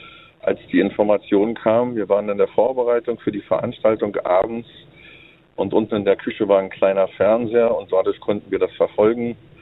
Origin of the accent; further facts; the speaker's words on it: Berlin, Germany; ich komme aus Berlin.